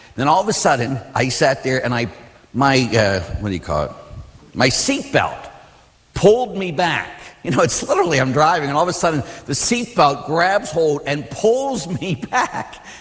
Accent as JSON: {"language": "English", "town": "Pittsburgh", "region": "Pennsylvania", "country": "United States", "tie": "born or raised there", "said": "when I was a kid, I grew up in Pittsburgh, as we all know"}